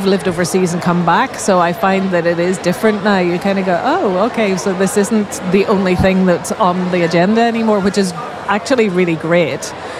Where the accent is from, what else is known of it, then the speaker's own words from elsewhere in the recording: Northern Ireland, United Kingdom; I grew up in a Christian home, and going to church was just a regular thing.